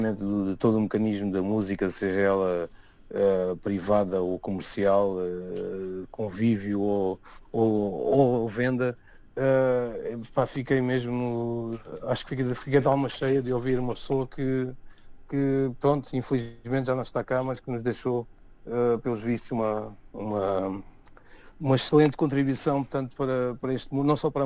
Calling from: Cape Verde; sou cabo-verdiano

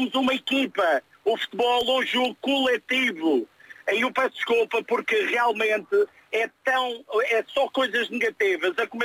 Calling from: Madeira, Portugal; aqui na Madeira, costumo dizer que sou descendente daqueles navegadores bravos do século XV

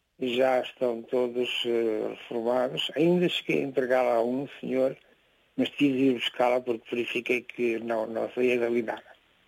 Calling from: Lisbon, Portugal; Falo de Lisboa.

